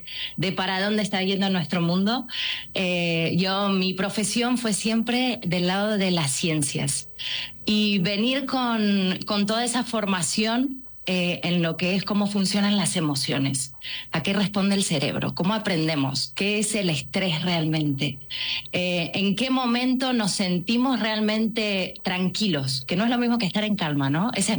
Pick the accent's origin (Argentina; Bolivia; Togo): Argentina; moved away as an adult; now in Yucatán, Mexico; Yo soy argentina, van a ver que tengo un tono medio distinto. Pero yo en Argentina me desarrollé en el mundo de las neurociencias.